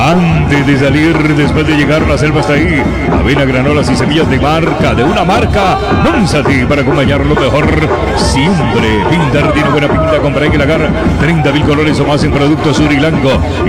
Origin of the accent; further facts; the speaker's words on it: Pacayas, Cartago, Costa Rica; Creo, Adrián, que yo soy de Pacayas, de Alvarado.